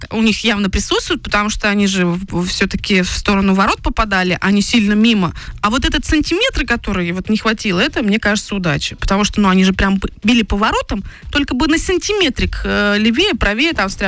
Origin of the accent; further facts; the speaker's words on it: Surgut, Khanty-Mansi Autonomous Okrug, Russia; Мы такие, Югра, Сургут, ну, Сургут просто самый крупный город, все его знают.